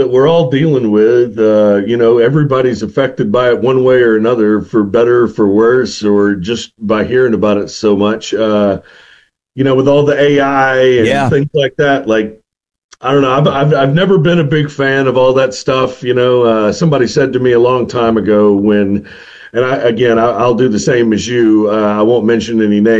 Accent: Mississippi, United States; growing up in Mississippi, I grew up around those kind of crackly records, going through the tours of the Jimmy Rodgers Museum, or, you know, when my granddad would take me to Clarksdale

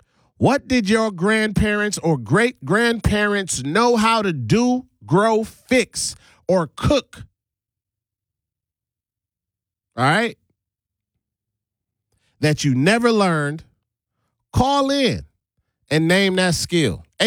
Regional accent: St. Thomas, U.S. Virgin Islands; So I'm born and raised in St. Thomas, the U.S. Virgin Islands. Very strong Caribbean culture.

